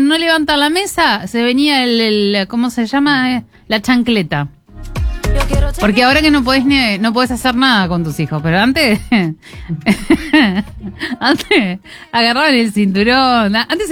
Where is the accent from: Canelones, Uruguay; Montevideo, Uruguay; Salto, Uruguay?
Montevideo, Uruguay; yo soy montevideana, pero toda la familia de mi mamá es de Florida.